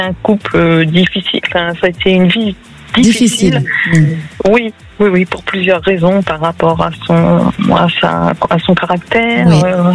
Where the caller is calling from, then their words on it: Nouvelle-Aquitaine, France; D'Aquitaine.